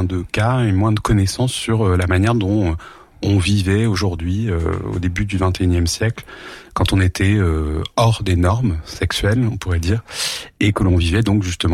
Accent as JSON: {"language": "French", "town": "Portes-lès-Valence", "region": "Auvergne-Rhône-Alpes", "country": "France", "tie": "born or raised there", "moved": "as an adult", "said": "Alors moi, je suis né à Valence et j'ai grandi à Porte-les-Valence. Plutôt dans la plaine de Valence, on va dire. C'était plutôt ça l'endroit dans lequel j'ai vécu jusqu'à mes 18 ans avant de quitter la région pour faire mes études."}